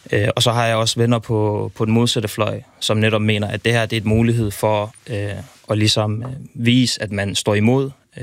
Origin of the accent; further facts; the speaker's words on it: Iran; og derfor er det også utrolig svært som en iraner, der forsøger at følge med på begge sider, og præcis sætte ord på, hvilken følelse der er, der går igennem ens krop.